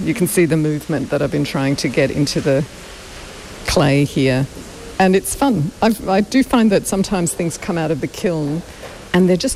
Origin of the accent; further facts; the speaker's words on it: Brisbane, Queensland, Australia; I grew up in Brisbane.